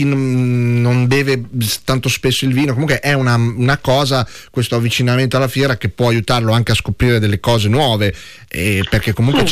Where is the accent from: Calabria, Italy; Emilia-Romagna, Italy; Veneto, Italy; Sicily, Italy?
Emilia-Romagna, Italy; siamo romagnoli.